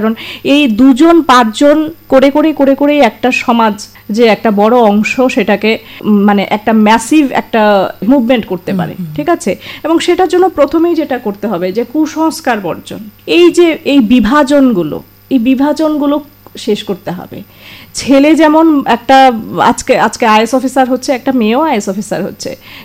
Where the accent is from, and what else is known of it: India